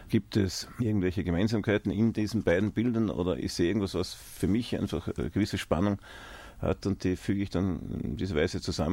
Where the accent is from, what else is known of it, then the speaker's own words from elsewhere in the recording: Salzburg, Austria; dass ich nahezu mitten im Wald aufgewachsen bin in Pinzgau